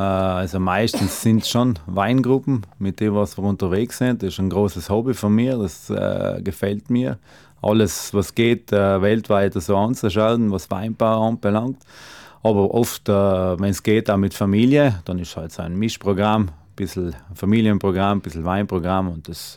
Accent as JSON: {"language": "German", "region": "Trentino-Alto Adige", "country": "Italy", "said": "wo wir auch herkommen als Südtiroler"}